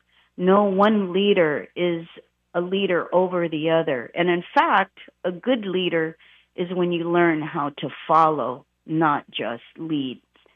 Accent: San Antonio, Texas, United States; moved away as an adult; also born or lived in Boulder, Colorado; I grew up in San Antonio, where Texas is a very difficult state to live in if you're Native.

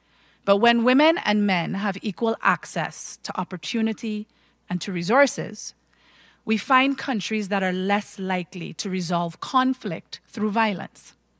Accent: Ottawa, Ontario, Canada; accent: Caribbean; I grew up in Ottawa, Canada, for a while, so I know very, very, my Caribbean accent, yes, but I know very cold.

